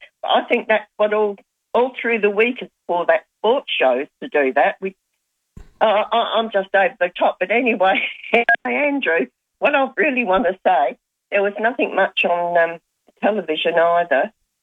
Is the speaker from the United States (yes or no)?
no; South Australia, Australia; But I went to school with his older brother, but we're all from the Ethelton, Birkenhead, Semaphore kind of area.